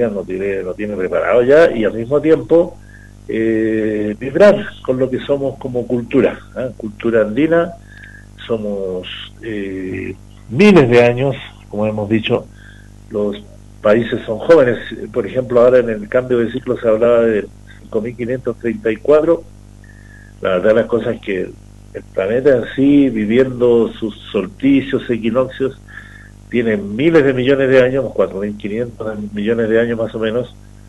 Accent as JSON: {"language": "Spanish", "town": "Putre", "region": "Arica and Parinacota", "country": "Chile", "tie": "born or raised there", "said": "en el pueblo, en mi caso en Putre, por ejemplo, con mi mamita, nací en Avenida Condori Mamani"}